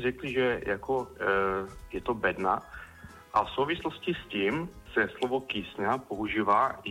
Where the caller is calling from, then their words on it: Orlová, Moravian-Silesian Region, Czechia; accent: Ostrava; jsem z Orlova.